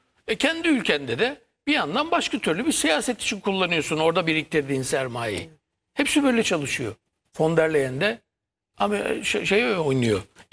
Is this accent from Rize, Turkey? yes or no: yes; Rize, Turkey; moved away; Ben memlekete gidiyorum. Rize'ye.